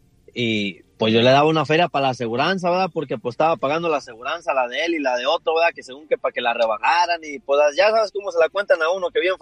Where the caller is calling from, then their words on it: Fort Worth, Texas, United States; porque yo vivo aquí en Fort Worth, yo soy aquí de Fort Worth.